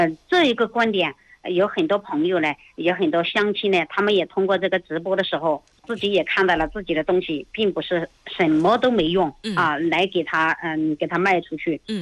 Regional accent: Tongjiang, Sichuan, China; 第一就是宣传我们的家乡，宣传我们的这些产品哈，让更多的人知道在偏远的大巴山有一个红色通江啊，这里的民风淳朴啊，这里的老百姓呢都很辛苦的

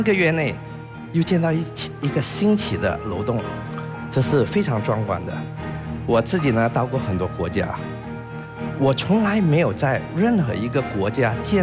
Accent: Malaysia; moved away as an adult; also born or lived in Shenzhen, China; now in Jining, China; 我呢，从小是在马来西亚出生成长的。那么因为中国的改革开放，2008年，我才有机会外派到深圳洽谈业务。

